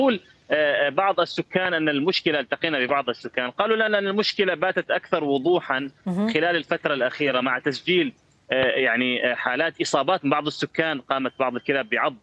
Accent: Deir ez-Zor, Deir ez-Zor Governorate, Syria; عندنا في دير الزور

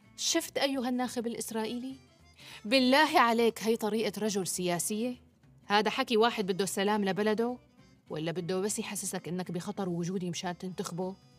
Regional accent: Syria; بس اللي بيهمنا كسوريين

